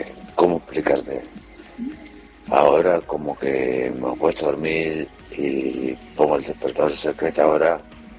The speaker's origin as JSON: {"language": "Spanish", "town": "Fray Bentos", "region": "Río Negro", "country": "Uruguay", "said": "el uruguayo acá. El fray Ben, enfrentado a los Belchú, ya sabés."}